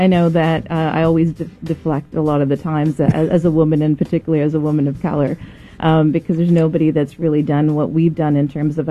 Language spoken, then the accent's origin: English; Canada; I'm from Canada, you know, very shy, introverted girl from Canada that was able to...